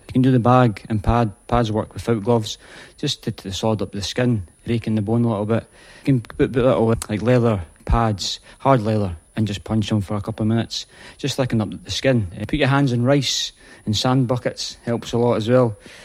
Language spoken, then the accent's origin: English; Edinburgh, Scotland, United Kingdom; I like to put Leaf on the map as much as I can because I grew up in that place all my life, and it's a special place, a very special place.